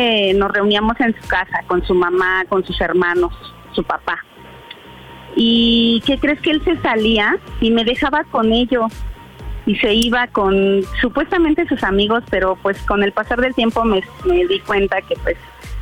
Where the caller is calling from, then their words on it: Iztacalco, Mexico City, Mexico; Tengo 31 y soy de Iztacalco